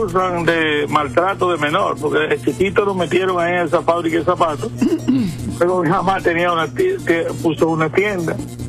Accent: San Francisco de Macorís, Duarte, Dominican Republic; moved away as an adult; now in Puerto Rico; yo soy de San Francisco de Macorís. Soy el primer hijo de mi mamá, de cuatro que éramos.

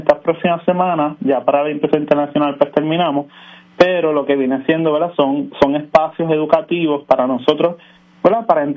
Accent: Mayagüez, Puerto Rico; Yo soy de Mayagüez.

